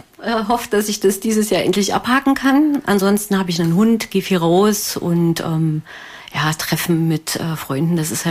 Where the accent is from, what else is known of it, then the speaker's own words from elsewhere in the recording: Saxony-Anhalt, Germany; Also ich komme aus Sachsen-Anhalt, wohne in Naumburg.